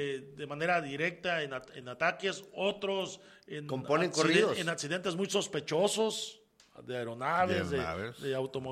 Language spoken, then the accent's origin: Spanish; Sinaloa, Mexico; quienes somos sinaloenses y conocemos, por lo menos de lejecitos